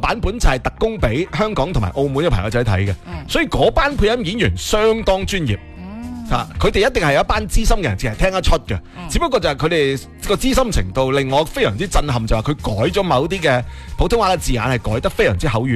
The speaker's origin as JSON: {"language": "Cantonese", "region": "Guangdong", "country": "China", "said": "这个就是我们广东人狂喜的一件事了。"}